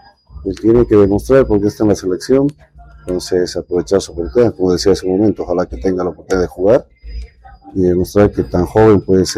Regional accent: Bolivia

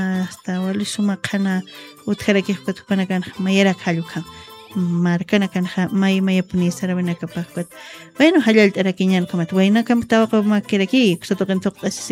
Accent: Bolivia; lo único que nos une ahí es que todos somos bolivianos y bolivianas

